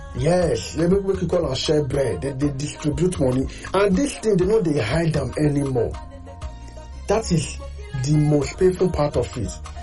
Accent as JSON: {"language": "English", "country": "Nigeria", "said": "even me as a Nigerian, I never can understand."}